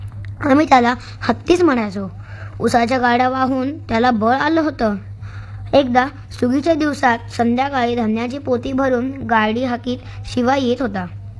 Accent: Diganchi, Maharashtra, India; मला माझं गाव आठवलं. सांगली जिल्ह्यात आटपाडी तालुक्यातलं दिगंची हे माझं गाव. गावाला तेव्हा आमची शेती होती.

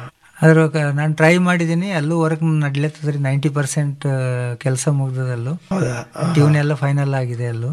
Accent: Karnataka, India; ಈಗ ನಾನು ಕನ್ನಡದವನೇ ಆಗಿದ್ದರಿಂದ ಕನ್ನಡ ಬಿಟ್ಟು ಎಲ್ಲಿ ಹೋಗೋಕ್ಕೂ ಆಗಲ್ಲ.

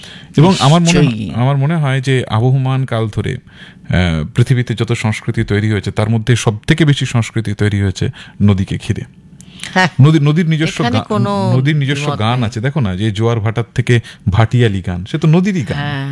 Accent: India; ছোটবেলায় আমরা যারা দামোদর তীরে বেড়ে উঠেছি

